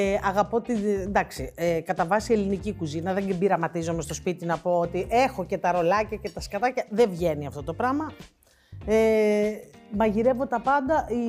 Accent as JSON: {"language": "Greek", "region": "Central Greece", "country": "Greece", "tie": "born or raised there", "said": "διατροφικά μεγάλωσα στη Βιωτία"}